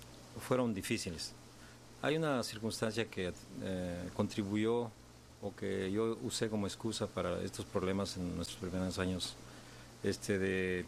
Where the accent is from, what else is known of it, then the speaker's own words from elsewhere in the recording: Mexico; now in Chicago, United States; Soy mexicano y al igual que mi esposa, llevo muchos años radicado en Chicago, 1968 para ser exactos.